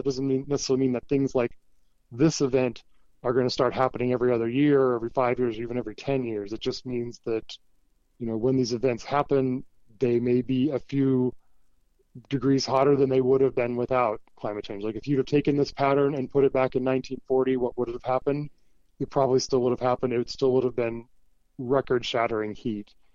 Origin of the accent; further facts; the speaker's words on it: West Coast, United States; also born or lived in Port Angeles, Washington; Yeah, I was born in Port Angeles. Right. My dad was Coast Guard, so we moved around a bit as a kid, you know, transferred around, but mostly West Coast. And then, so I kind of say I grew up on the Pacific Coast, you know, Washington, Oregon, California